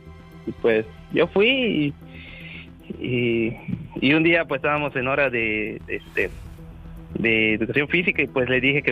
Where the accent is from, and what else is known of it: Mérida, Yucatán, Mexico